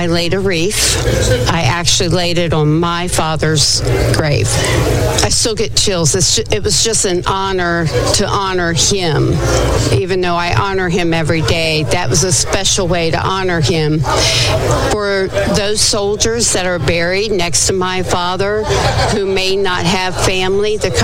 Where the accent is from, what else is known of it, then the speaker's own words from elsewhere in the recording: Kentucky, United States; also born or lived in Ohio; Grew up Fort Knox, Fort Campbell. I always say Kentucky's like my home, even though I was born in Ohio, because we lived in Kentucky for so long.